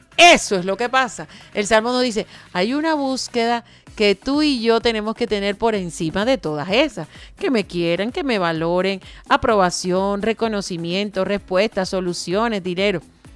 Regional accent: Caribbean Region, Colombia; Y nosotros que somos costeños y a veces somos tan imprudentes

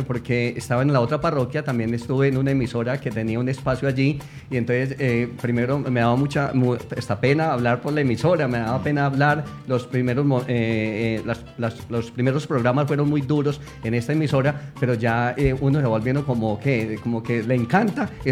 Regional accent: Angostura, Antioquia, Colombia; now in Medellín, Colombia; yo soy de un pueblo, soy de Angostura, precisamente cuando me presenté al seminario, porque yo ya llevaba 12 años viviendo acá

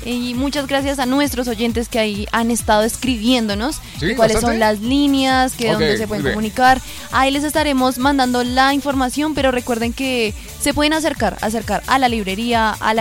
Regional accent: Colombia; todos nos unamos como colombianos

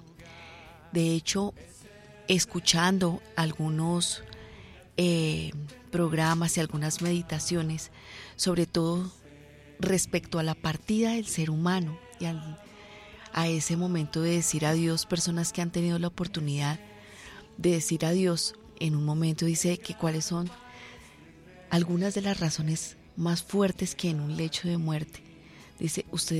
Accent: Colombia; como colombianos nos unamos

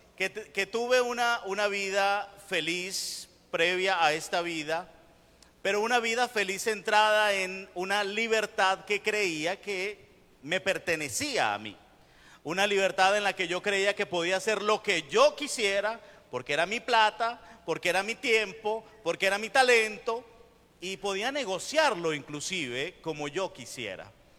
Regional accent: Venezuela; moved away as an adult; now in Colombia; Pero en Venezuela, porque yo soy venezolano. Tengo 10 años viviendo en Colombia. Pero antes de esos 10 años vivía en mi país

